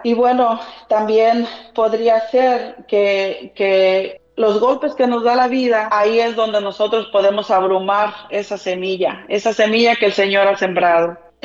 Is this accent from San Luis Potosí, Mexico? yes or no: yes; Rioverde, San Luis Potosí, Mexico; nosotros éramos casi los últimos de los que vivían ahí en mi pueblito, porque pues nosotros somos de un rancho de allá de Río Verde, por allá un ranchito lagartijero, y pues nosotros casi éramos la última casa